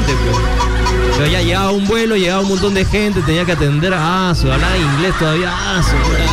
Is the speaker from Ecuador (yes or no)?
no; Peru; Así somos los peruanos